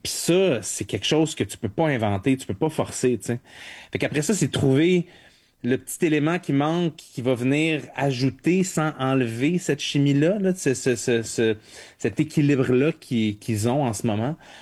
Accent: Montreal, Quebec, Canada; born there; moi, je suis né à Montréal

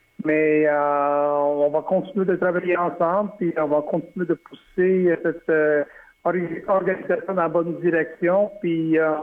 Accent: Montreal, Quebec, Canada; also born or lived in Edmonton; en 2002, moi, j'avais besoin de quitter Montréal pour aller dans l'ouest du pays pour aller travailler pour une équipe qui, à cette époque-là, s'appelait les Eskimos d'Edmonton, pour aller chercher ma crédibilité pour revenir dans ma ville natale

